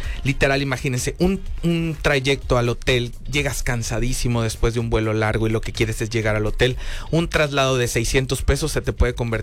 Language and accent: Spanish; Mexico; nosotros los mexicanos